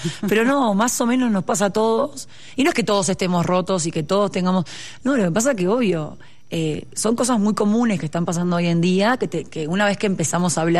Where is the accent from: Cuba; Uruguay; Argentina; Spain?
Uruguay; now in Mexico; yo soy de Uruguay.